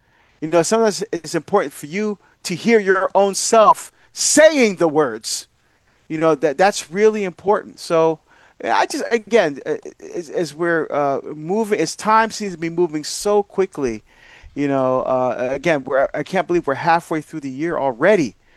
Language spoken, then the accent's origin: English; Barbados; moved away; I'm from Barbados, and I'm getting a chance to go home and visit family. Most of my family are still there.